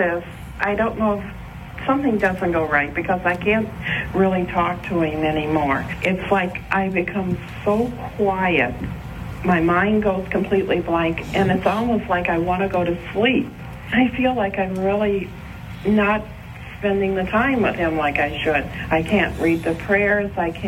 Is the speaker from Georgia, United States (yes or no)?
no; Barberton, Ohio, United States; I'm from Barberton, Ohio.